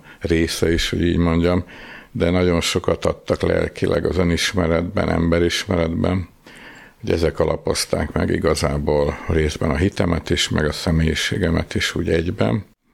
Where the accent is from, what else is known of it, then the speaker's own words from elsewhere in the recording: Budapest, Hungary; 7 éves koromtól kezdve húgommal együtt minden szombaton átgyalogoltunk, Rákoshegyen nőttünk föl, Rákoshegy egyik oldaláról a másikra